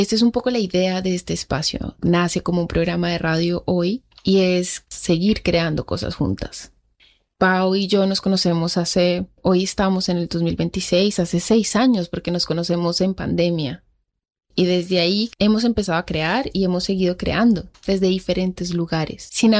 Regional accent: Bogotá, Colombia; born there; also born or lived in Argentina / Spain / Mexico / Denmark; de origen colombiano, y nací en Bogotá y hace más de 10 años llevo migrando de forma constante a diferentes países. He vivido en Argentina, en España, en México, en Dinamarca

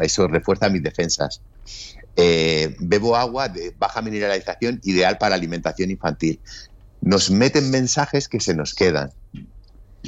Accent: Spain; now in Denmark; Nosotros en España tenemos la suerte de tener, vivo en Dinamarca

